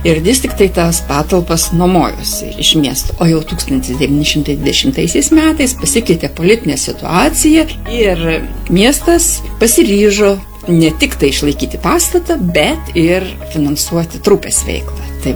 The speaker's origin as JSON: {"language": "Lithuanian", "town": "Klaipėda", "region": "Klaipėda County", "country": "Lithuania", "said": "mes galim klaipėdiečiai didžiuotis"}